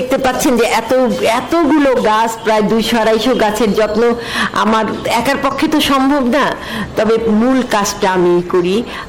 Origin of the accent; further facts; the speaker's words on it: Tangail, Dhaka Division, Bangladesh; moved away; আমি টাঙ্গাইলের মেয়ে, প্রত্যেকটা বাড়ির সামনে ফুল বাগান, পুকুর এসব ছিল।